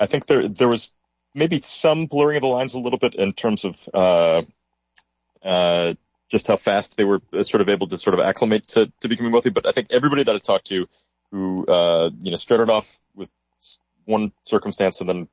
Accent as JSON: {"language": "English", "town": "Rochester", "region": "New York", "country": "United States", "tie": "born or raised there", "said": "No, I grew up in Rochester, New York. My father is an optometrist, so definitely was comfortable, but not rich, not wealthy."}